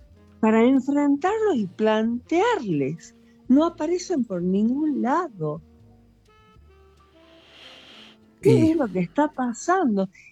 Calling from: Salta, Argentina; de Salta.

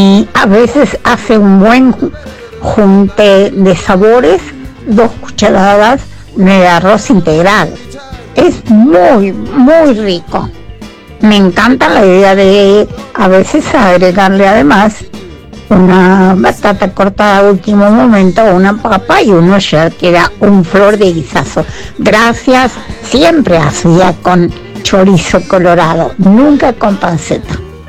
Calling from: Buenos Aires, Argentina; de Boedo.

